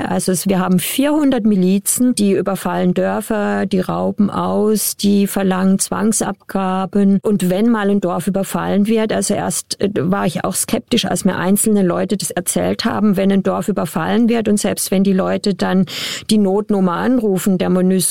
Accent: eastern Congo, DR Congo; also der Krieg und alles ist mehr bei uns im Osten, aber selbst da ist das Gebiet noch riesig

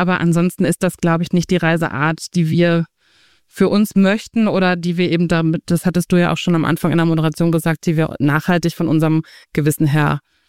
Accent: Germany; ich bin Seglerin, ich bin an der Ostsee aufgewachsen.

